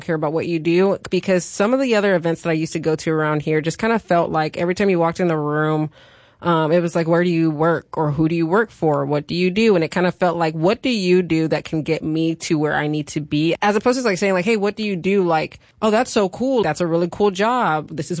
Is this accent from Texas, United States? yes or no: no; California, United States; You know, I've always said I grew up in California.